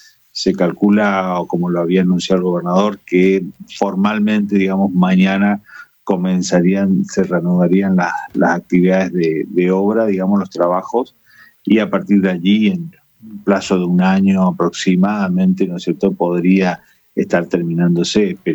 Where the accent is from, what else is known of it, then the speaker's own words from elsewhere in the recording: Corrientes, Argentina; En definitiva, somos los correntinos los que estamos soportando estos gastos cuando suceden algunas cuestiones.